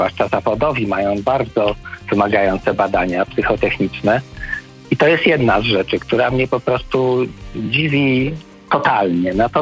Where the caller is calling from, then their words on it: Cieszyn, Silesian Voivodeship, Poland; Mieszkam w Cieszynie